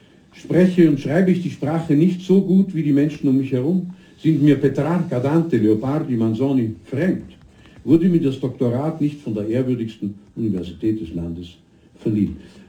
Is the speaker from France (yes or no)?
no; Austria; wie hieß es vor wenigen Jahren bei uns in Österreich, das Boot ist voll.